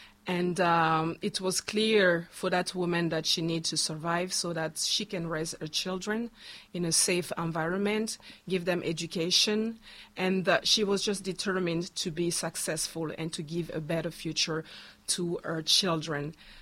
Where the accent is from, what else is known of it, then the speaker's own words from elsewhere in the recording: DR Congo; first language Chiluba; English is a second language; moved away; Akula means talk or speak in Chiluba, which is my mother tongue. My country of origin is the Democratic Republic of the Congo. So I came, as you mentioned, in 2015.